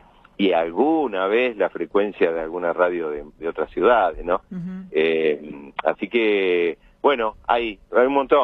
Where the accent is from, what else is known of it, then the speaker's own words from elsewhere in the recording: Bahía Blanca, Buenos Aires Province, Argentina; vengo de Bahía Blanca y era en algún momento lo que se podía escuchar, ¿no?